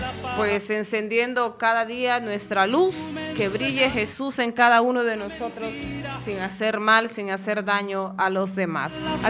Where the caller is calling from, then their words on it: Esquías, Comayagua, Honduras; del Junco, Esquías. Estamos escuchando y es de gran bendición.